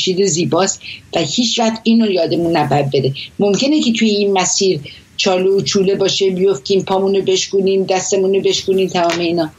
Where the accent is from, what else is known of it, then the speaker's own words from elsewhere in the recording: Iran; now in Paris, France; توی اون مملکت بزرگ شدم